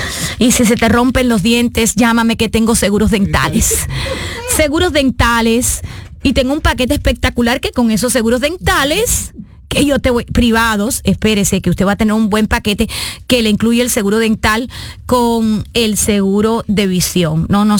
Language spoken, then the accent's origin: Spanish; Cuba; moved away as an adult; porque yo soy cubana, cubana con un corazón internacional. ¿Ah? Sí, la libreta, la tarjeta, la libreta, ya se me está olvidando después de 32 años en este país, pero soy más cubana